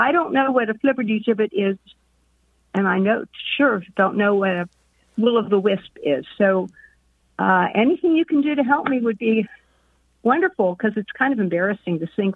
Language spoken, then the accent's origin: English; Cincinnati, Ohio, United States; I'm from Cincinnati, Ohio.